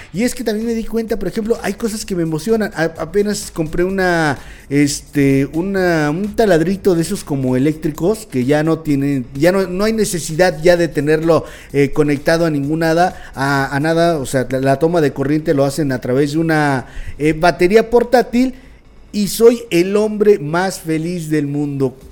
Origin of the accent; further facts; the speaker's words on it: Mexico; yo como buen mexicano